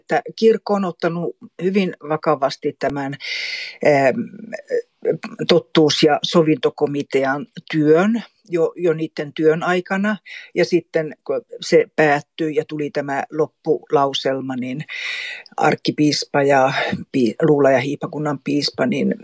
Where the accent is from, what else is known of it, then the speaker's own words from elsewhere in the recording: Kolari, Lapland, Finland; now in Kaunisvaara, Sweden; Mä olen Tornionlaaksosta. Mulla on juuria Suomen ja Ruotsin puolella. Itse mä olen kasunut sitten niin Suomen puolella Tornionlaaksossa Kolarissa. Ja tällä hetkellä mä asun Kaunisvaarassa. Se on täällä Ruotsin puolella sitten, Pajalankun.